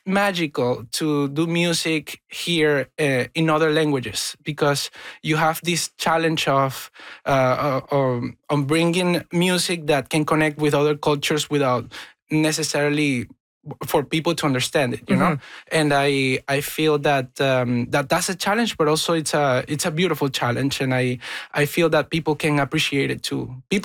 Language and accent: English; Venezuela; now in Canada; I grew up in Venezuela listening to pop Anglo music